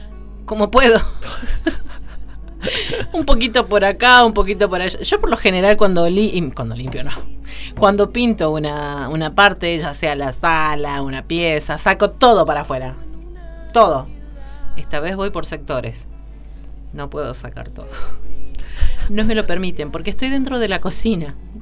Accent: Orán, Salta, Argentina; moved away; el río Bermejo y está Bermejo del otro lado, que ya es Bolivia. Así que nosotros nos criamos ahí entre chalanas y ríos, pescando y arrastrando así la R.

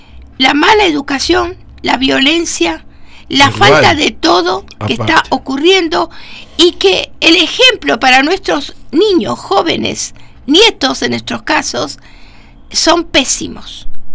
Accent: Argentina

